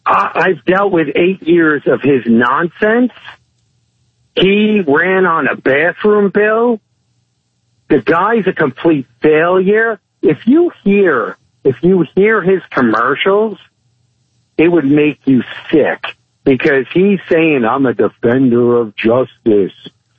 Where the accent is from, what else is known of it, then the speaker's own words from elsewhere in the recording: New York City, New York, United States; now in North Carolina, United States; I grew up in Staten Island.